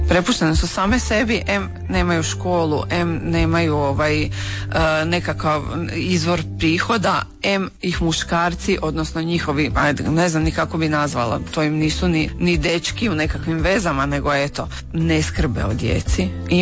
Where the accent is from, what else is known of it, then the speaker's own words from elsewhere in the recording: Osijek, Osijek-Baranja County, Croatia; i mi smo iz Osijeka